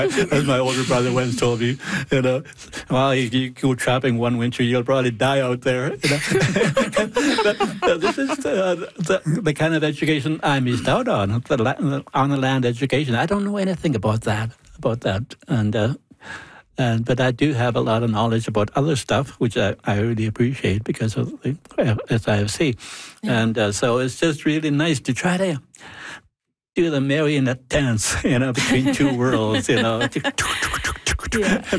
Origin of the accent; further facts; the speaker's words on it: Stanley Mission, Saskatchewan, Canada; I grew up in a residential school. I am originally from Stanley Mission, Saskatchewan.